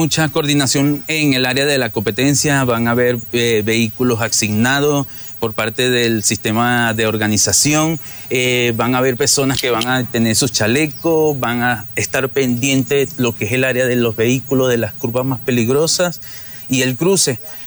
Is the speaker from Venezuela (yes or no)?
yes; Venezuela; moved away as an adult; now in Mindo, Ecuador; Soy de Venezuela, estoy residenciado en Ecuador ya 10 años y en Mindo tengo 9 años. Conocí a Mindo de turista y me quedé.